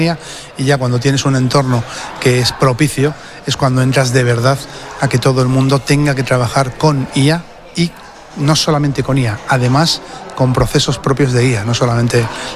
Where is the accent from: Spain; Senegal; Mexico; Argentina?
Spain; Madrid, Community of Madrid; now in Extremadura, Spain; No están ocurriendo en Madrid, de donde soy yo